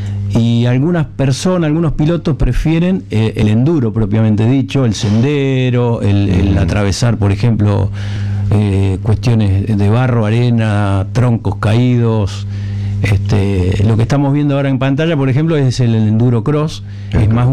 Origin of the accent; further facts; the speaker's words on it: Casilda, Santa Fe, Argentina; Pero la mayoría de los integrantes somos de Casilda